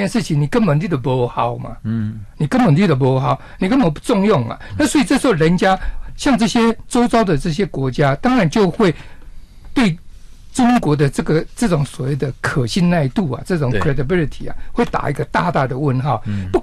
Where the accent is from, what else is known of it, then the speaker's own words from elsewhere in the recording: Taiwan; 我们就比如说我们台湾这边发生个水灾